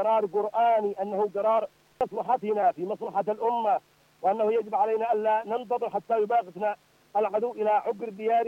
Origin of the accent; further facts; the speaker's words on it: Yemen; فنحن كشعب يمني